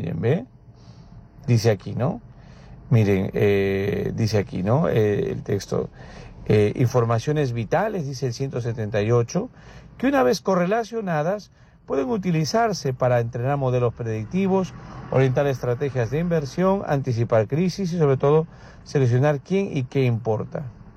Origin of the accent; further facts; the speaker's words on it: Peru; mientras que, por ejemplo, en mi país, aquí en Perú, no habían